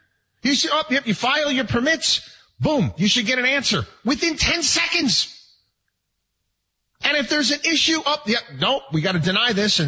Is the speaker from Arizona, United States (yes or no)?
no; Albany, New York, United States; born or raised there